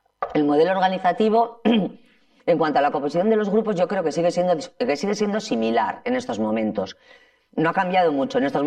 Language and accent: Spanish; Ermua, Basque Country, Spain; moved away; como yo que soy de Ermua